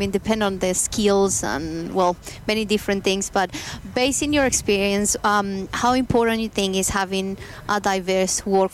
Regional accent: Colombia; now in Bendigo, Australia; I'm not from Australia, I'm from Colombia

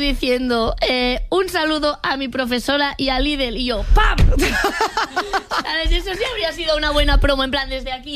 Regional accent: Catalonia, Spain; como persona catalana esto me

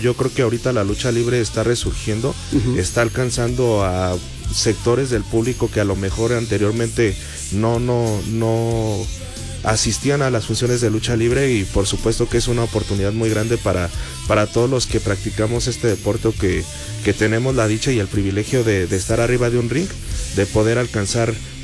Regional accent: Querétaro, Mexico; yo soy originario de Querétaro

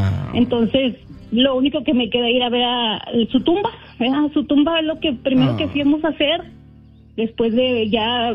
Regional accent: Ciudad Juárez, Chihuahua, Mexico; Mire, yo soy de Ciudad Juárez.

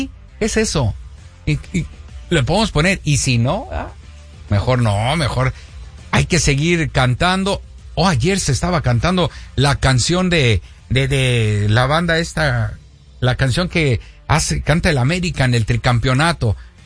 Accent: Irapuato, Guanajuato, Mexico; born there; hasta en mi natal Irapuato

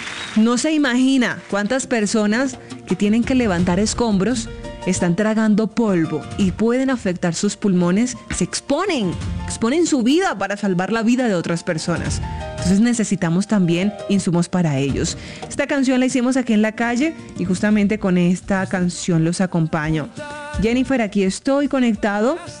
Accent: Colombia

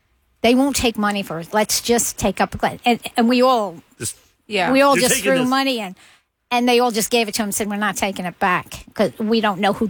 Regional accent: New York, United States; now in Houston, United States; I'm a New Yorker who loves country music.

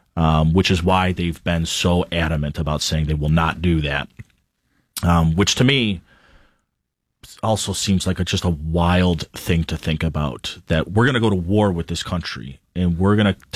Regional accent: United States

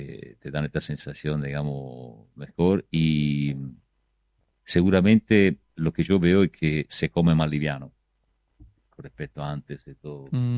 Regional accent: Tuscany, Italy; now in Argentina; También en Toscana, de donde yo vengo

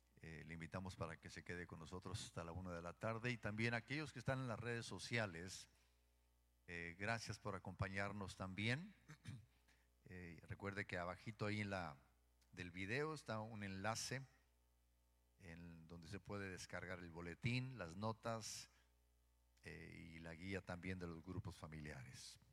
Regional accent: Mexico

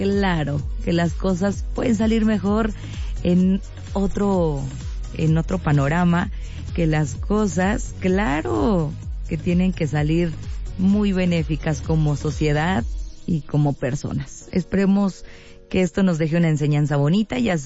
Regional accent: Mexico; somos unos mexicanos increíbles

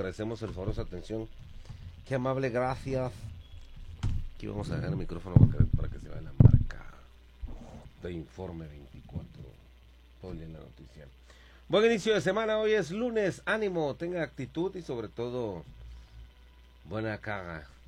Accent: Mexico; Qué orgullo tener un vehículo propio como mexicanos.

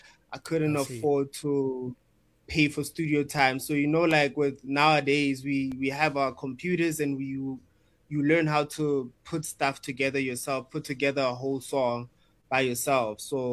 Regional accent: Bethlehem, Free State, South Africa; now in Johannesburg, South Africa; So I came from Bethlehem, like in the Free State, and I moved to I had recently just moved to Joburg

